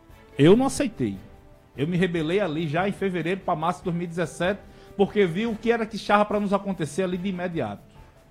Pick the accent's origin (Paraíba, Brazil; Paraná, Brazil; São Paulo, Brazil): Paraíba, Brazil; Santa Rita; born there; Nasci em Santa Rita, na Flávio ou no Ceslau, pelas mãos de Dorivaldo, de Oildo, de Misael Stack.